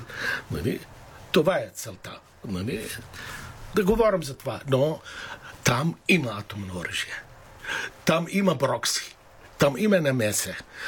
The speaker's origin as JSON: {"language": "Bulgarian", "country": "Iraq", "moved": "yes", "said": "Като иракчанин."}